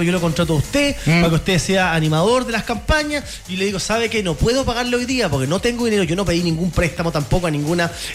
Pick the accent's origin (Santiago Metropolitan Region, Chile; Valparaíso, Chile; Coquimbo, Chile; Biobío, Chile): Valparaíso, Chile; Limache; yo soy de Limache, entonces onda, hay mucha gente que escucha la radio Libra